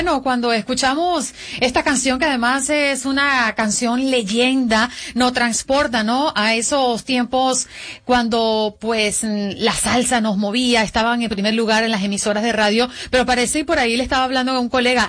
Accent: Venezuela; yo siendo venezolana

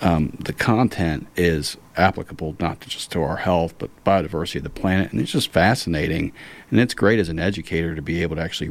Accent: Ohio, United States; also born or lived in Eastern Kentucky; So growing up in Southern Ohio and parts of Eastern Kentucky

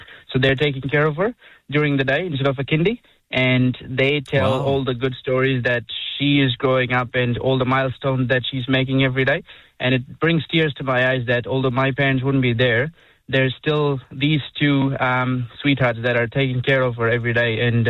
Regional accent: Dubai, United Arab Emirates; moved away as an adult; now in New Zealand; I'm from South India, but born and raised 3 generations in the Middle East, Dubai.

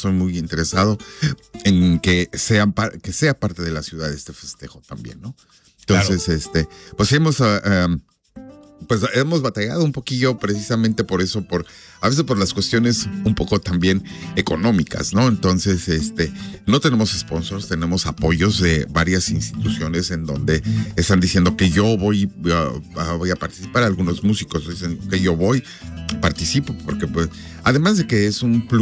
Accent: Mexico; now in Omaha, United States; nosotros como mexicanos, la comunidad mexicana, somos parte de la ciudad, somos parte de aquí

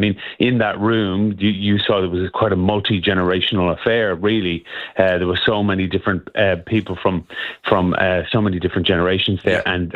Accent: Longford, Leinster, Ireland; So I'm from Longford in Ireland, so it's the very, very centre, the most central county of Ireland.

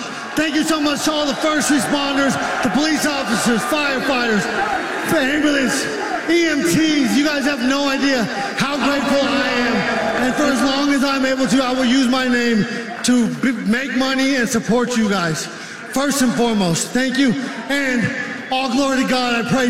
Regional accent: United States; Hey, I'm from America. 250 years ago, we were way bigger than 6-1 dogs.

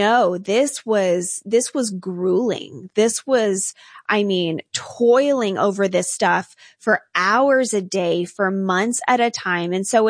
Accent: United States; we're American

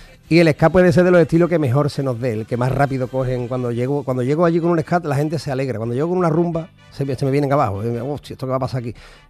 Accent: San José, Spain; born there; la guerra llegaba a San José, a mi pueblo

